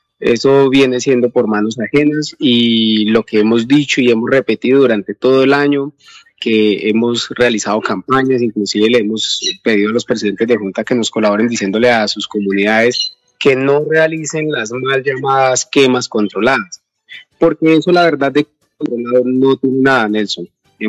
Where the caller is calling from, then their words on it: Planadas, Tolima, Colombia